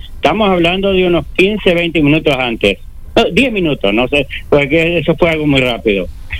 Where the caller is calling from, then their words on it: Río Branco, Cerro Largo, Uruguay; soy de Río Branco.